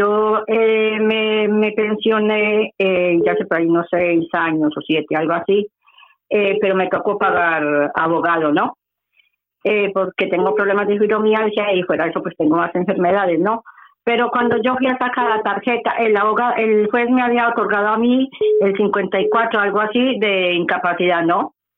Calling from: Madrid, Community of Madrid, Spain; Sí, muy buenos días, María, de Madrid.

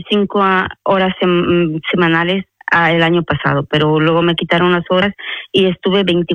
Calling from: Madrid, Community of Madrid, Spain; hablo de Madrid.

